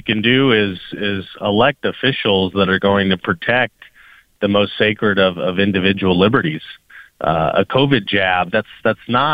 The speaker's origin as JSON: {"language": "English", "country": "United States", "said": "as an American people"}